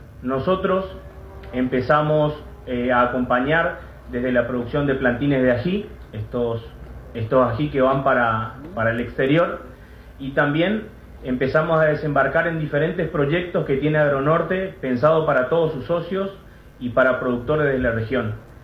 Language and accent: Spanish; Argentina; argentino.